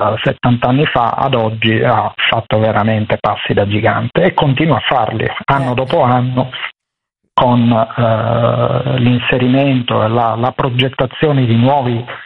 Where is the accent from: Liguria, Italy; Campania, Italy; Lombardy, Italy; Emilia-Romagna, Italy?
Liguria, Italy; Genoa; Ma io sono genovese, però ho delle radici siciliane, okay.